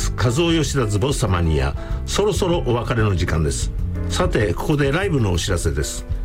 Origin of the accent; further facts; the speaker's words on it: Kawagoe, Saitama, Japan; 僕の地元川越の蔵の町一番街の中心に位置する小江戸テラスの広場でフリーコンサートがあります。